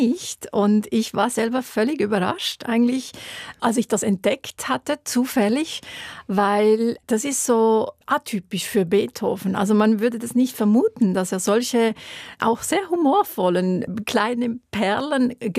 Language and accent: German; Wollerau, Schwyz, Switzerland; ich bin in Wollerau aufgewachsen